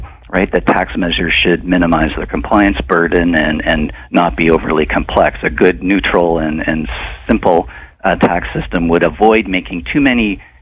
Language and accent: English; Saskatoon, Saskatchewan, Canada; born there; I was born in Saskatoon, and my parents, you know, grew up in Melfort, and I've been back there many times in my childhood, and I've got relatives in Rosetown